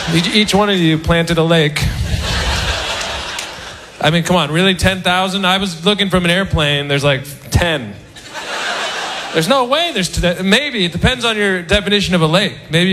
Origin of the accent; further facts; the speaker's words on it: California, United States; I'm from the San Francisco Bay Area, which I don't know if you've been out there, but it's a nice place.